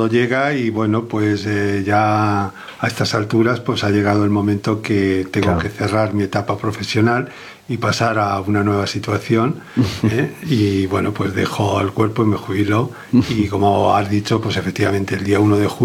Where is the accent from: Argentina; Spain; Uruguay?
Spain; Madrid, Community of Madrid; also born or lived in Alicante; now in Alcoy, Spain; Tuve varios destinos en Madrid, porque bueno, es la ciudad de la que provengo, aunque no nací en Madrid, pero desde niño fui allí, y allí es donde he desarrollado la mayor parte de, digamos, de mi carrera profesional.